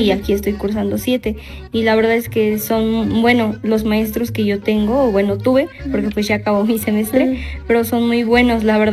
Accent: Tlaxcala, Mexico; Pues vengo del estado de Tlaxcala y pues en esta ocasión yo estuve haciendo este proceso de movilidad cursando 7 materias

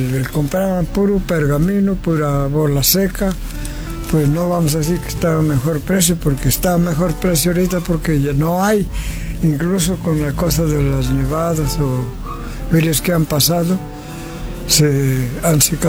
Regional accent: San Bartolo, Mexico; Sí, yo soy aquí originario de San Bartolo, Ahora sí, como dijo aquel, el San Bartol es mío, no yo de San Bartol.

